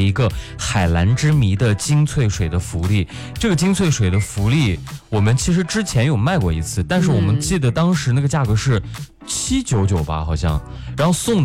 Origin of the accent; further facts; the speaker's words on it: Xinjiang, China; 就即使我作为一个新疆人